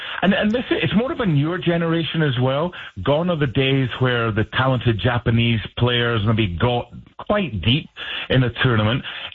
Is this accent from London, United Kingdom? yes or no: no; Scotland, United Kingdom; speaking as a Scotsman